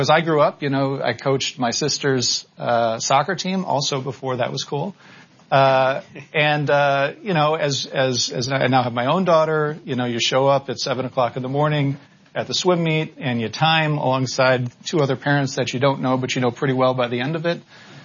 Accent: Grand Rapids, Michigan, United States; also born or lived in Detroit; And so I'm a kid from Detroit that grew up in Grand Rapids, Michigan.

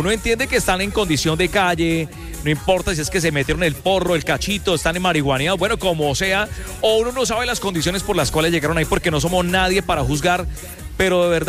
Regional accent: Cúcuta, Norte de Santander, Colombia; Soy cucuteño

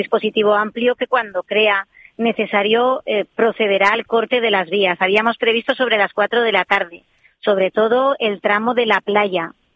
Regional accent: Spain; aquí somos todos de última hora, que somos españoles

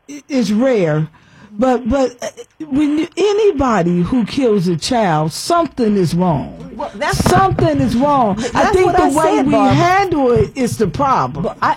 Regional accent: Nebraska, United States; moved away; Hmm. I am a resident. Well, I am from Nebraska.

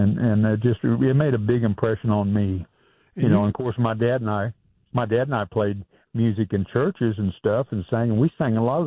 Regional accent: Farmington, Missouri, United States; I'm from Farmington, Missouri

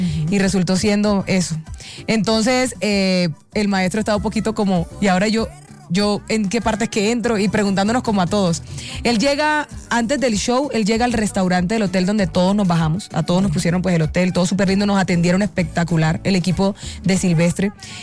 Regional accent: Venezuela; o yo soy venezolana, pero si yo fuera colombiana

